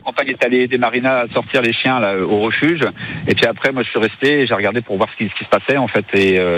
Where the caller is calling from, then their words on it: Boulternère, Occitanie, France; Ah ben moi je suis à Boulternère sur les hauteurs en face